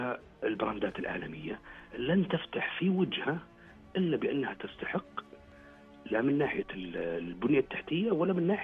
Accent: Saudi Arabia; بالنسبة لنا إحنا عندنا في السعودية

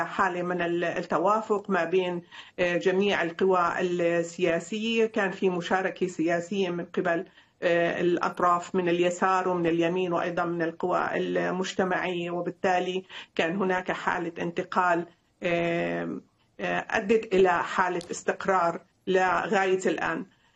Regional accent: Syria

